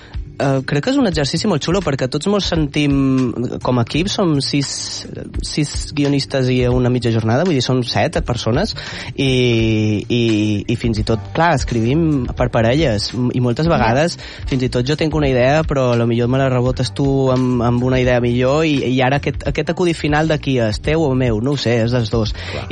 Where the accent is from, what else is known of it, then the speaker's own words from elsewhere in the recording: Balearic Islands, Spain; moved away; Jo, al final, sóc de Mallorca